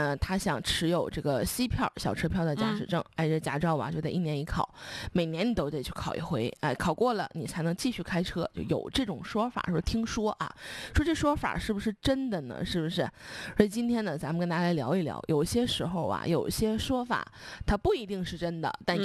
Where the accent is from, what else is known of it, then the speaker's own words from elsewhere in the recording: China; 我们中国人一生最怕的好像就是考试了